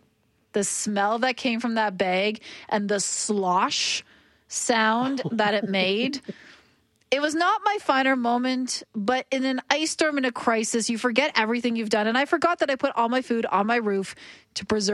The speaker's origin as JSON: {"language": "English", "region": "Ontario", "country": "Canada", "tie": "born or raised there", "said": "I'm from Ontario. I grew up through the infamous ice storm of Eastern Ontario of 1998."}